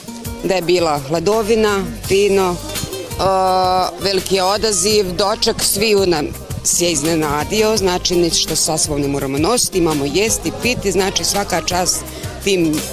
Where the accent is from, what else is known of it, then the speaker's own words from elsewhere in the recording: Cazin, Federation of Bosnia and Herzegovina, Bosnia & Herzegovina; Mi dolazimo iz Cazina